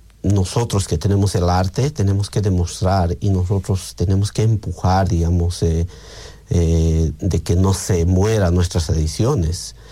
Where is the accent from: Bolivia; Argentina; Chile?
Bolivia; cantos en quechua, que es uno de nuestro idioma nativo de Bolivia, porque yo hablo quechua.